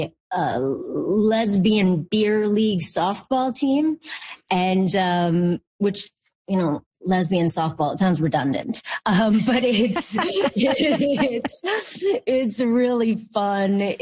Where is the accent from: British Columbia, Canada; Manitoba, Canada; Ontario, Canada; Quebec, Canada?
Quebec, Canada; Montreal; Montreal, which is my hometown.